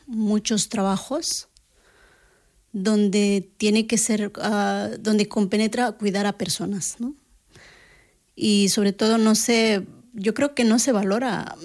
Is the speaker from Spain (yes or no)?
no; Bolivia; Yo soy de los Aymara, pueblo Aymara, que es un pueblo originario de Bolivia.